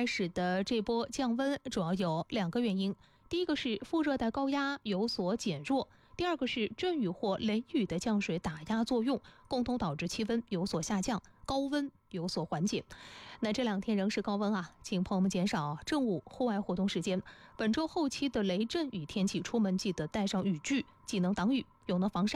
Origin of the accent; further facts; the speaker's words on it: China; 我们中国人